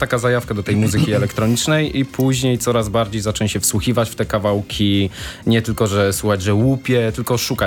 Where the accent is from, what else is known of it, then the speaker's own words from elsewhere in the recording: Kraków, Lesser Poland, Poland; takie kluby, typu jak są u nas w Krakowie Proza